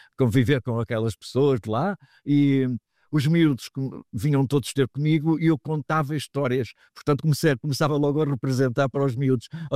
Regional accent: Porto, Norte, Portugal; moved away as an adult; also born or lived in Guinea-Bissau / London; now in Lisbon, Portugal; eu nasci no Porto

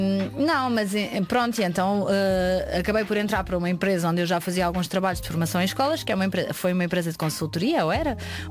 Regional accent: Lisbon, Portugal; also born or lived in Mação, Portugal; Eu sou de Lisboa, nascida, criada, com uma enorme ligação ao Ribatejo, nomeadamente a Mação, que é o centro do país.

